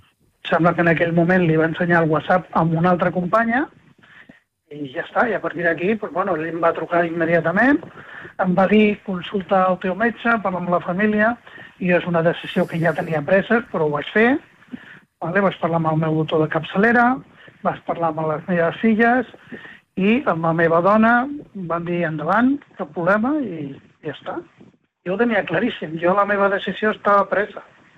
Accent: Granollers, Catalonia, Spain; La doctora i jo som de Granollers.

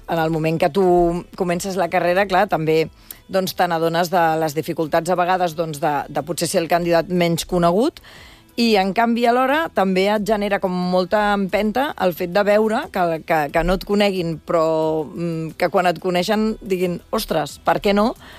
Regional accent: Barcelona, Catalonia, Spain

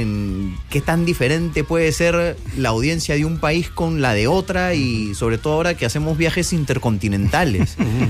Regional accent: Lima, Peru; Yo soy de Perú.

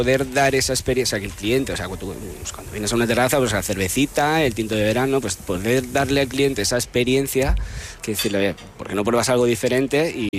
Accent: Casar de Cáceres, Extremadura, Spain; Yo soy extremeño. Extremadura por bandera, soy del Casar de Cáceres, guiño, de la torta del Casar.

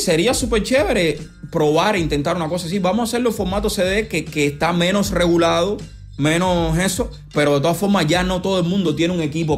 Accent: Cuba; moved away; Yo me fui de Cuba en el 2017, 2018.

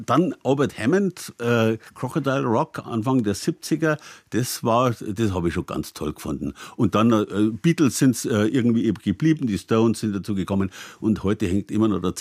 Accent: Landshut, Bavaria, Germany; born or raised there

